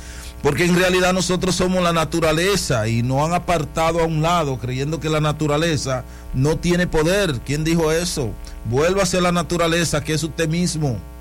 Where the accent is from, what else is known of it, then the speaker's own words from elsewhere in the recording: Dominican Republic; aquí somos dominicanos